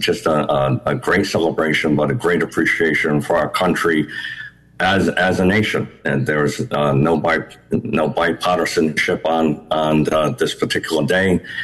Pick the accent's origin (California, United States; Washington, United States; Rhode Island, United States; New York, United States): Rhode Island, United States; Bristol; I was 15 years old, and I was in a small marching band from my hometown.